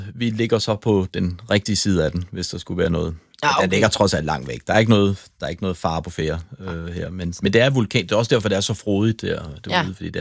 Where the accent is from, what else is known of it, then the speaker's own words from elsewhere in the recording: Copenhagen, Capital Region of Denmark, Denmark; now in Cape Verde; den er aktiv, og der kommer røg op ad den, og det er ret eksotisk som dansker.